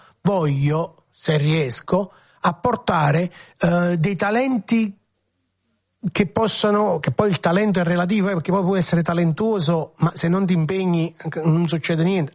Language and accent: Italian; San Giorgio a Cremano, Campania, Italy; io sono nato a San Giorgio a Cremano, dunque io Troisi l'ho respirato, l'ho vissuto, l'ho sentito del territorio, mia mamma di San Giorgio